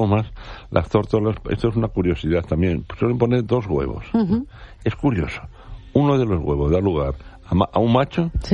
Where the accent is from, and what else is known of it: Spain